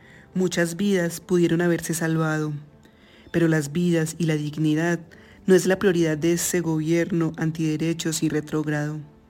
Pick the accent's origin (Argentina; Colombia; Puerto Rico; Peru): Colombia